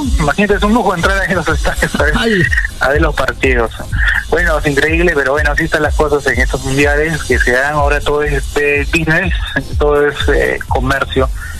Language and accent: Spanish; Peru